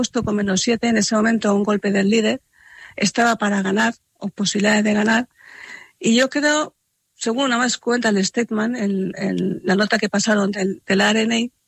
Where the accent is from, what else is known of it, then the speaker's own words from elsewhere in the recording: Spain; soy el único español miembro del comité ejecutivo